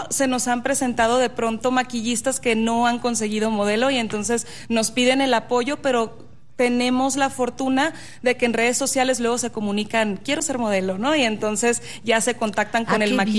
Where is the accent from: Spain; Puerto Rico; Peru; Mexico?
Mexico; Los Mochis, Sinaloa; also born or lived in Mazatlán, Sinaloa; Yo soy norteña. ¿De dónde eres? De Los Mochis, Sinaloa. Nací en Mazatlán.